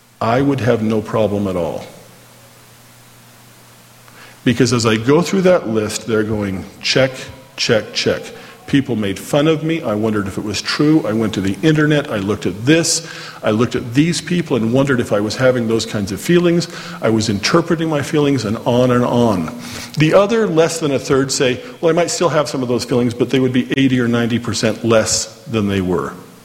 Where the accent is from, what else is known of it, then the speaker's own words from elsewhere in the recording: Orem, Utah, United States; and I grew up here in Orme, so I know it was just a little bit south of there, right about in there. That's where we live.